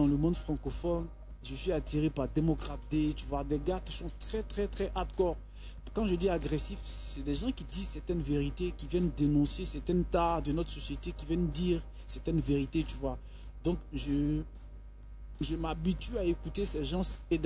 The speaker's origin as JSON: {"language": "French", "town": "Bobo-Dioulasso", "region": "Hauts-Bassins", "country": "Burkina Faso", "tie": "born or raised there", "also_born_or_lived": "Yopougon, Côte d'Ivoire", "said": "moi je suis né à Poy, à Yopougon, j'ai grandi à Bobo, tu vois."}